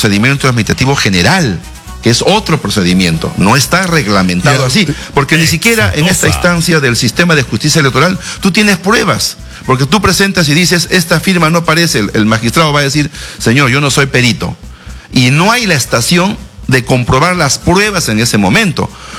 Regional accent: Peru; Y tenemos el derecho también, como un peruano, idéntico como tú, a dudar, a tener sospechas de esa actuación

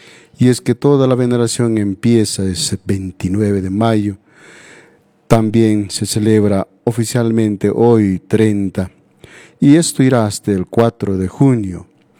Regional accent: Peru; regiones de nuestra querida patria, el Perú

